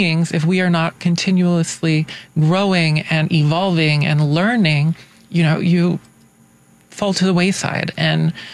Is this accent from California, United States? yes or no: no; Tennessee, United States; And, like I said, I'm originally from Tennessee.